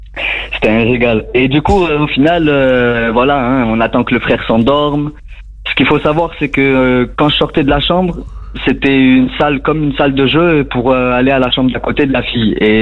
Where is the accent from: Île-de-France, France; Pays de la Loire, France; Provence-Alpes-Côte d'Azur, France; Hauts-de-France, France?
Provence-Alpes-Côte d'Azur, France; Nice; Moi, je suis de Nice